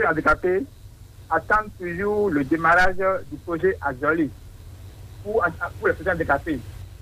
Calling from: Porto-Novo, Ouémé, Benin; De Porto Novo.

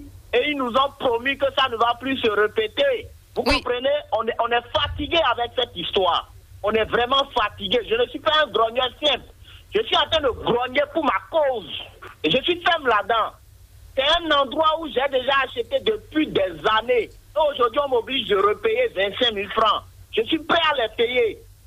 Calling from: Ouèdo, Atlantique, Benin; je vous appelle depuis Wedo.

